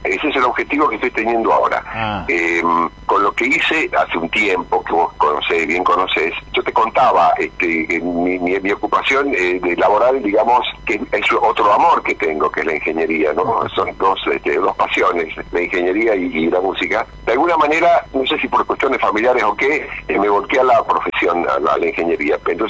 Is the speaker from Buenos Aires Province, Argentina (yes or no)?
yes; Mercedes, Buenos Aires Province, Argentina; Bueno, así como mi apellido lo hice, en Mercedes. Mirá. Por eso es que … Soy de Mercedes, de la provincia de Buenos Aires.